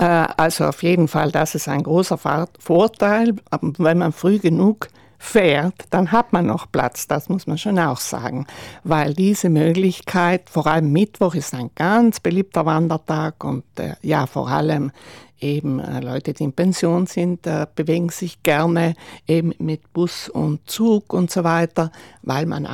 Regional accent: Barbian, Trentino-Alto Adige, Italy; Also ich bin aus Barbian

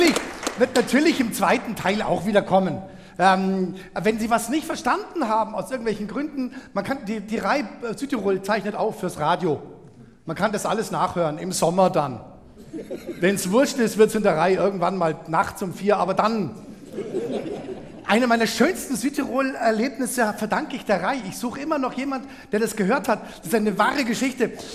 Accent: Munich, Bavaria, Germany; moved away as an adult; Ich bin ja in München aufgewachsen worden. Bin dann nach der Schule nach Baden-Württemberg

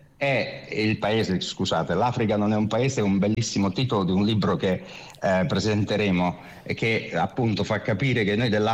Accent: Apulia, Italy; born there; Poi noi siamo nati sul Gargano e gran parte del festival si fa sul Gargano, che è un piccolo continente dal punto di vista degli ambienti naturali e dei paesaggi.

